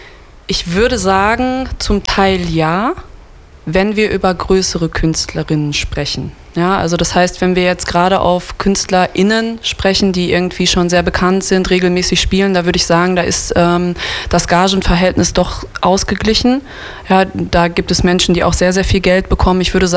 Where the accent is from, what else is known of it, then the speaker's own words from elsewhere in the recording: Dortmund, North Rhine-Westphalia, Germany; Bin aus Dortmund und ich bin Resident DJ im Junkyard.